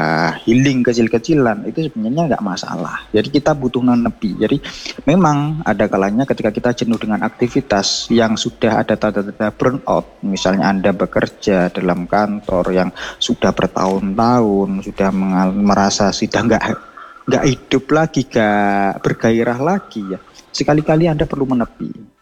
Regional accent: East Java, Indonesia; now in Malang, Indonesia; Saya ini dari Malang Selatan, tepatnya di Kecamatan Donomulyo. Nah, ini saya ya dari kecil

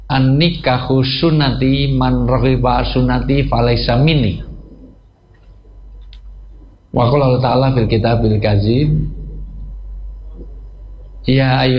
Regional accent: Java, Indonesia; mohon maaf, saya asli orang Jawa. Dalam tradisi Jawa, orang tua disebut sepuh.

